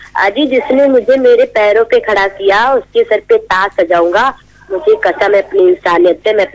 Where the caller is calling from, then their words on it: Faizabad, Uttar Pradesh, India; सेना चौरा फैजाबाद से।